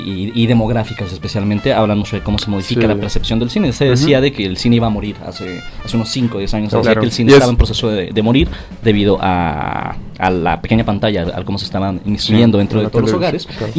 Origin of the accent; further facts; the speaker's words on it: Namiquipa, Chihuahua, Mexico; moved away; fuimos a mi pueblo, hizo de Namiquipa, y justamente mis abuelos tenían un cine en mi pueblo.